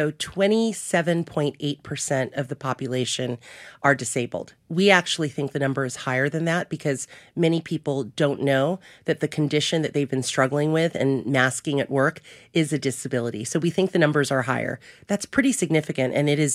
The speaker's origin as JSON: {"language": "English", "country": "Philippines", "said": "And just because I'm Filipina doesn't mean I know the culture of what's happening in Tajikistan, right?"}